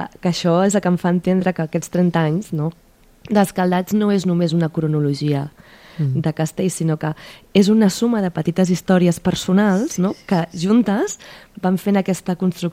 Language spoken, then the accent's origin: Catalan; Caldes, Catalonia, Spain; La majoria som de Caldes.